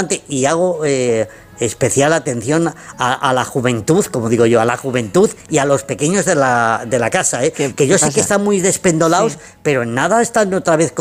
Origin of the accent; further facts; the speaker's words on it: Zamora, Castile and León, Spain; Y además, sí, como soy de Zamora y soy muy chulo